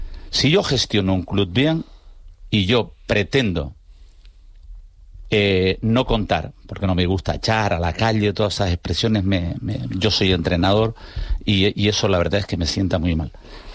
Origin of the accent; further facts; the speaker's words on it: Canary Islands, Spain; Y lo que es actualidad, yo como canario estoy muy confundido.